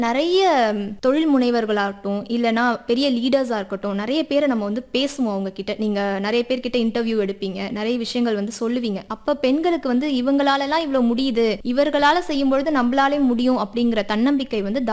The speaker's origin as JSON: {"language": "Tamil", "region": "Puducherry", "country": "India", "tie": "born there", "said": "மற்ற மொழிகள் வந்து என்னோட புதுச்சேரியில பிறந்ததுனால நம்மளுக்கு ஒரு அட்வான்டேஜ்"}